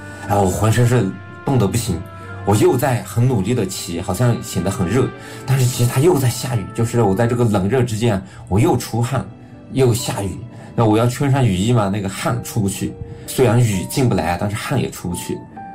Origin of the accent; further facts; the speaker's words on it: Hengduan Mountains, China; 除了我老家那一段，我老家那个段是自北向南流的，横断山脉那一块。